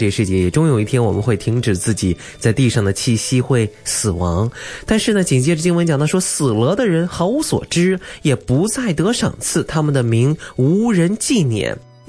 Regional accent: China

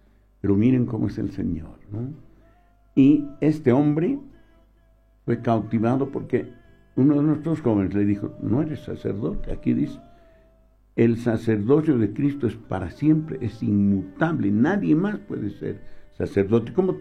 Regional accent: Bolivia; lo que decimos en el oriente boliviano

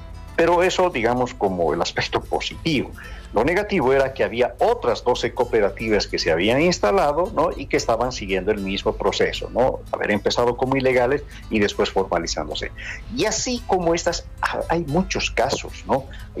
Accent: Bolivia

